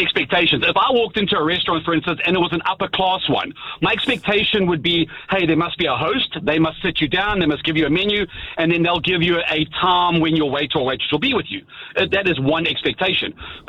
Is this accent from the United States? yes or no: no; South Africa; because I'm South African, I'm quite a, people say I'm aggressive. So I sound aggressive just because of the way that I speak.